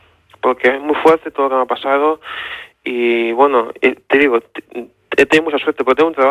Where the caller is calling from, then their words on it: Terrassa, Catalonia, Spain; yo vivo en Tarrasa, ¿no? Pero yo trabajo más en la capital.